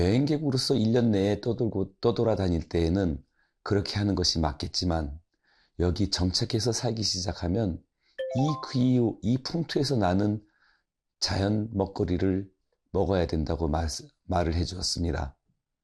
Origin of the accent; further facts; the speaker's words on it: South Korea; moved away as an adult; now in India; 나는 한국 사람이고